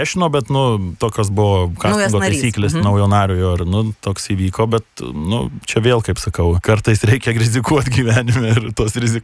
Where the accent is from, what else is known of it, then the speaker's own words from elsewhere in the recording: Marijampolė, Marijampolė County, Lithuania; nes iš Marijampolės su krepšiuku atėjau, dabar jau didesnį bagažą tu